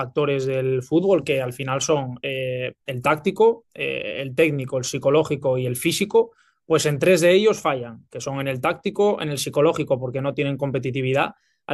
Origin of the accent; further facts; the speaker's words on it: Spain; De hecho, a mí, en nuestro departamento, en el departamento de análisis, somos todos españoles, porque a mí me trae un español